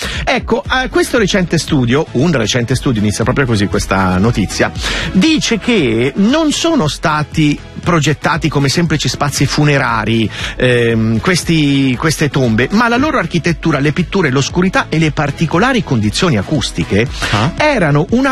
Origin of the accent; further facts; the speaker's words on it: Umbria, Italy; essendo io umbro